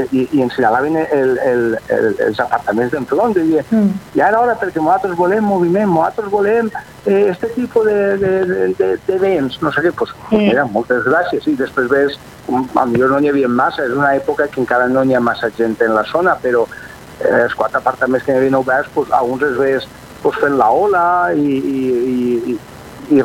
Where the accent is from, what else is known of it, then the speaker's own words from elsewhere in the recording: Oliva, Valencian Community, Spain; som d'Oliva.